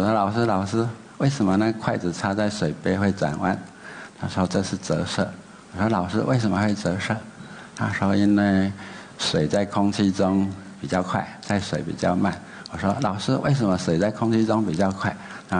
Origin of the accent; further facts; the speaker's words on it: Taiwan; moved away as an adult; 35年前我在日本，第一个我是台湾人